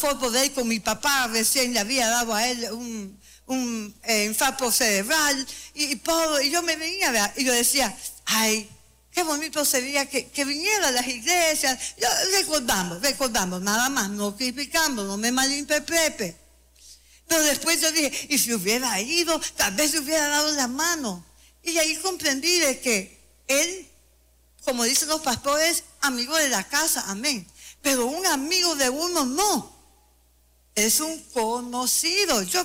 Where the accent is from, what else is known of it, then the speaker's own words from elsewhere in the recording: El Salvador; Así somos nosotros los salvadoreños.